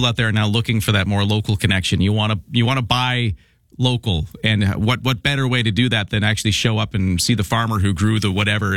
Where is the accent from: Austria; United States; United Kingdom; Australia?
Australia; Sydney, New South Wales; Like I know when I grew up there, I grew up in Sydney